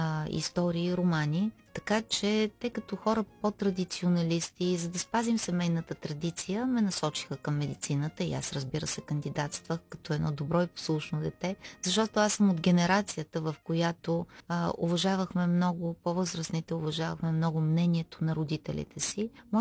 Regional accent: Vidin, Vidin Province, Bulgaria; also born or lived in Bucharest; now in Constanța, Romania; Отново съм във Видин, в моя роден град.

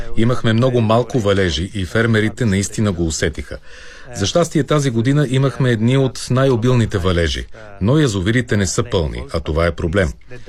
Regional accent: Cyprus

